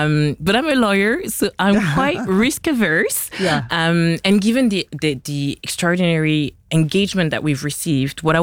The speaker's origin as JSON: {"language": "English", "town": "Paris", "region": "Île-de-France", "country": "France", "tie": "born or raised there", "said": "So I was born and raised in Paris."}